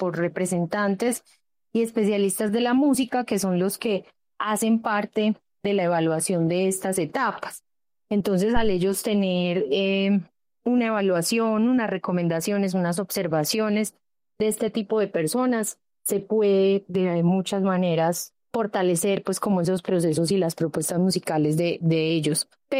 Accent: Colombia; la identidad que tenemos como colombianos

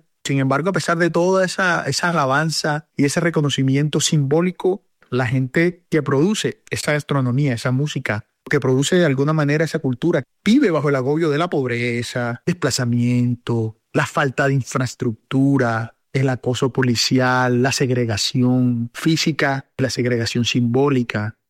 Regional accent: Cartagena, Bolívar, Colombia; En el caso concreto de ciudades como Cartagena, por ejemplo, la ciudad de donde yo soy

